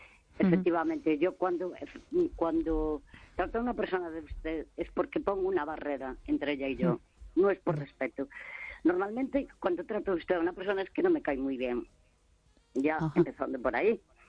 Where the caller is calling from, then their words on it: Santiago de Compostela, Galicia, Spain; de Santiago.